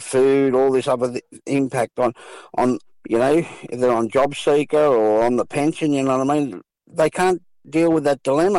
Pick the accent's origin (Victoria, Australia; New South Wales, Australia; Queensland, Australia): New South Wales, Australia; Sydney; We grew up in South Sydney, mm. Redfern All Blacks we played for, you know what I mean?